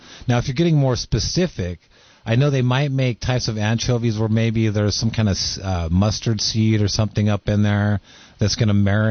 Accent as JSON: {"language": "English", "region": "California", "country": "United States", "tie": "born or raised there", "said": "As a Californian, my whole life"}